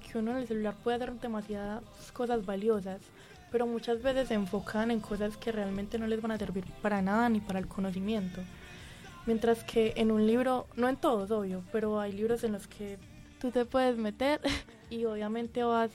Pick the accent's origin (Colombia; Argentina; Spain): Colombia; Medellín, Antioquia; born there; yo estuve de chiquita en la Esteban Jaramillo.